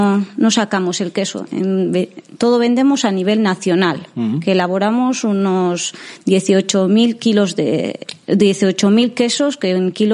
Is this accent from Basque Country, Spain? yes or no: yes; Zerain, Basque Country, Spain; Bueno, yo soy de Zerain, porque las ovejas tenemos en Zerain y mis padres son de Zerain, y la quesería tenemos en Idiazábal.